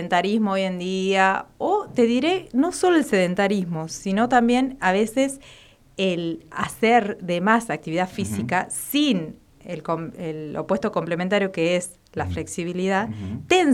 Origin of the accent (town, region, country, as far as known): Tucumán, Argentina; now in Catamarca, Argentina